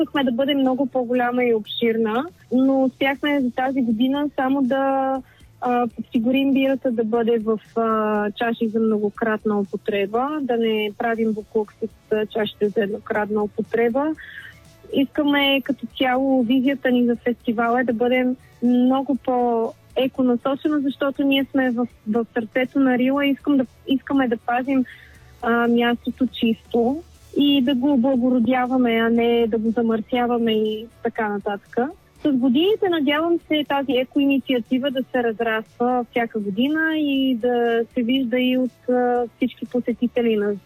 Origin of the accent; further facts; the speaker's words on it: Sofia, Sofia City, Bulgaria; Ние сме от City Slam World, аз съм от София, съпруга ми от Сейнт Луис, Америка.